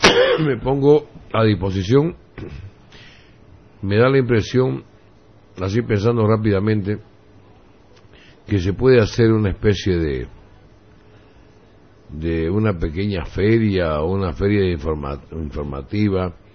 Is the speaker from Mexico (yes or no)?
no; Santa Cruz, Bolivia; mi pueblo Santa Cruz.